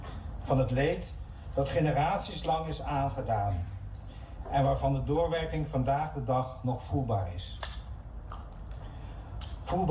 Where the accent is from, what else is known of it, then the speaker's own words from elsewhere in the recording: Curaçao; Ik ben opgegroeid op Curaçao.